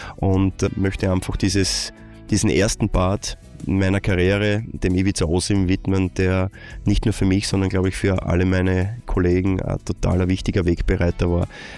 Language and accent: German; Graz, Styria, Austria; und meine erste Station ist glücklicherweise nicht in Wahrheit eine Station, sondern ist in Wahrheit meine Heimat. Ich habe das Glück gehabt, als Steirer, als Grazer, bei dem Verein, den ich jedes Wochenende die Daumen gedrückt habe